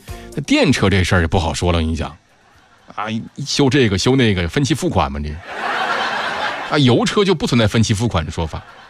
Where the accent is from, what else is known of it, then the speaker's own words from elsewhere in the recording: northern China, China; now in Yichang, China; 我本身我是新宜昌人，我是北方人啊，在宜昌工作生活啊